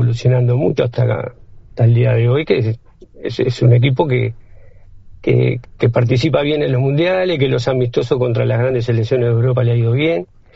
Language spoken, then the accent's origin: Spanish; Uruguay; Así que como uruguayo le deseo lo mejor